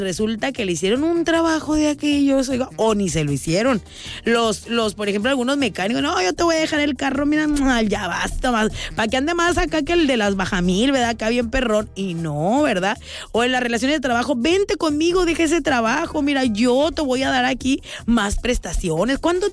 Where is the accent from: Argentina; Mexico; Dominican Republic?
Mexico; como buen mexicano que somos